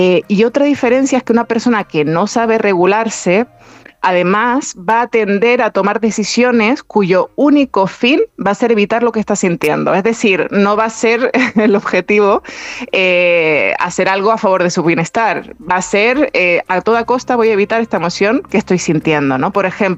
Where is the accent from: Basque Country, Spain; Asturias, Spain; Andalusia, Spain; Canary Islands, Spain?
Canary Islands, Spain; accent: Canarian; que yo soy con mi canario, me sale pozo